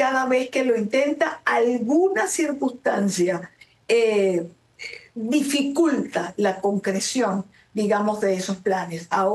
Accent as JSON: {"language": "Spanish", "country": "Venezuela", "said": "te puedo contestar como venezolana"}